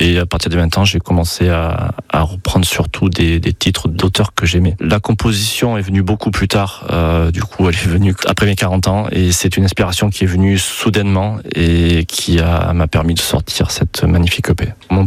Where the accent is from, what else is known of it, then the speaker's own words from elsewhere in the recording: Terrasson-Lavilledieu, Nouvelle-Aquitaine, France; je suis originaire de Terrasse-en-Lavilledieu